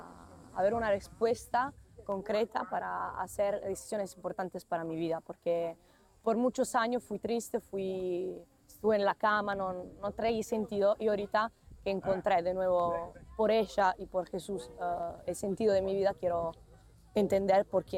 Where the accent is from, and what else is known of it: Italy; Spanish is a second language; now in Bosnia and Herzegovina